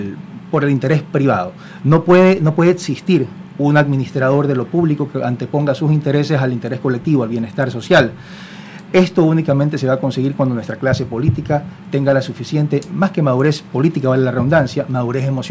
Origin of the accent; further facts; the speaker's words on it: Guayaquil, Guayas, Ecuador; Bueno, pienso que me uno a la percepción de la mayoría de guayaquileños.